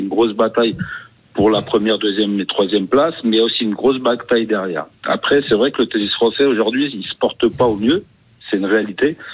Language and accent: French; Spain; Ah, je suis espagnol.